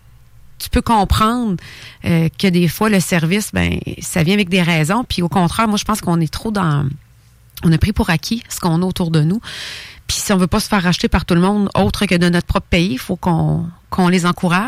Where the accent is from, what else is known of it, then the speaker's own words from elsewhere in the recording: Thetford Mines, Quebec, Canada; C'est comme un peu, moi, bon, je viens de Tetford Mines